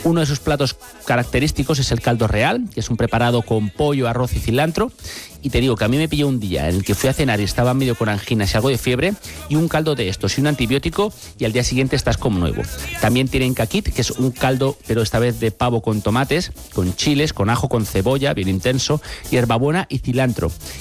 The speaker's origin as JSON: {"language": "Spanish", "country": "Guatemala", "said": "Soy de Guatemala."}